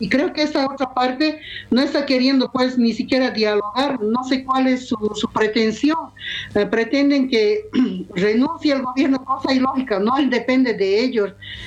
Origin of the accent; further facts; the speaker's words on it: Bolivia; now in Cochabamba, Bolivia; nosotros como bolivianos